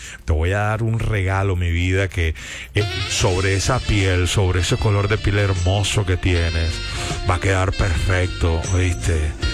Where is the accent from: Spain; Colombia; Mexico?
Colombia; also born or lived in Bogotá; now in United States; cuando yo vivía en Bogotá, yo respetaba que yo vivía en otra ciudad. Soy colombiano